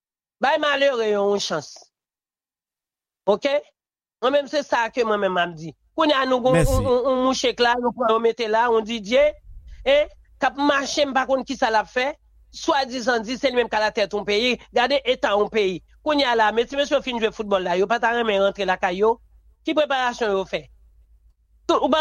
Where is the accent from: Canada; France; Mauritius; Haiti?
Haiti